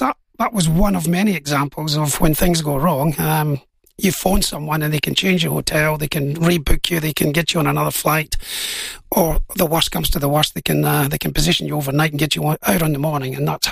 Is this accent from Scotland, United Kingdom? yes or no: yes; Scotland, United Kingdom; Well, let me give you a story. Being Scottish, I remember...